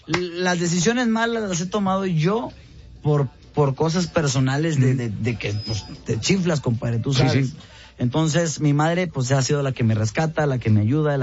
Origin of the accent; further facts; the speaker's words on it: Monterrey, Nuevo León, Mexico; Soy regio